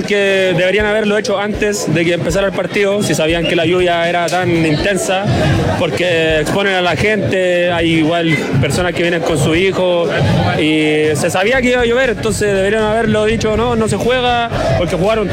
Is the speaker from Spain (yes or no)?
no; Chile; hay que seguir nomás, somos chilenos, así que aguante el Colo y aguante Chile.